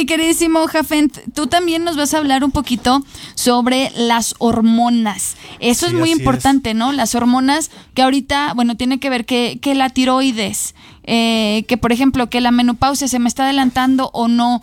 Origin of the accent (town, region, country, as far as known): Mexico